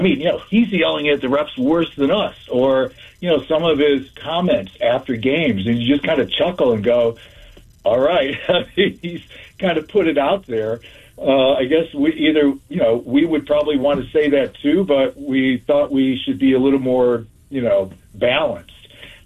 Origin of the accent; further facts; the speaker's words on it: Chicago, Illinois, United States; I grew up in Chicago as a Bears fan forever.